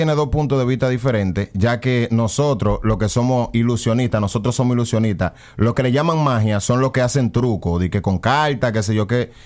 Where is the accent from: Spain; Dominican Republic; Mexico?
Dominican Republic; now in Allentown, United States; principalmente los latinos, no voy a hablar de dominicanos, yo soy dominicano.